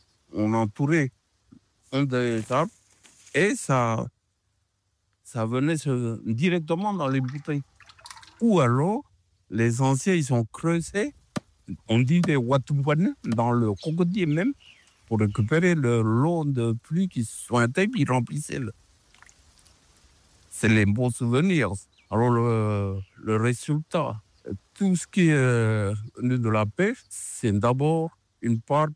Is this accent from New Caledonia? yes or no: yes; South Province, New Caledonia; je suis originaire de l'île des Pins, j'ai 77 ans.